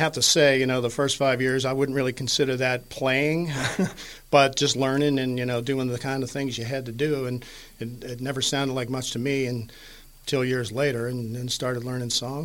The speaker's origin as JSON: {"language": "English", "town": "Washington", "region": "District of Columbia", "country": "United States", "tie": "born or raised there", "also_born_or_lived": "Pennsylvania", "said": "Well, I was born in Allegheny County and grew up in D.C., and that's where I really got the bluegrass bug."}